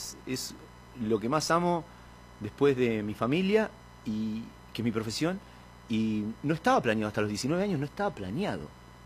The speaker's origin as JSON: {"language": "Spanish", "town": "Junín", "region": "Buenos Aires Province", "country": "Argentina", "tie": "born there", "also_born_or_lived": "La Plata", "moved": "yes", "said": "Somos nacidos en Junín."}